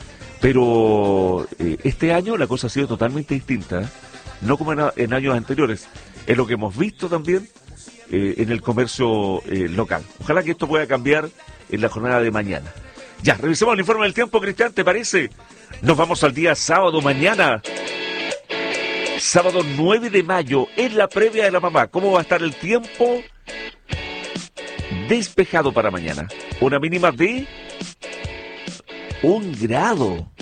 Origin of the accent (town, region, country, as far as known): Chile